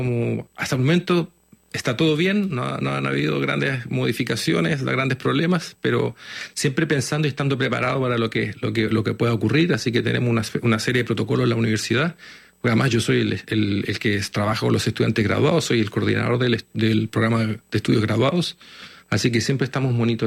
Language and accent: Spanish; Chile; moved away; En mi caso, por ejemplo, me fui de Chile en 2008 y cuando viene el boom de editoriales independientes en Chile fue posterior.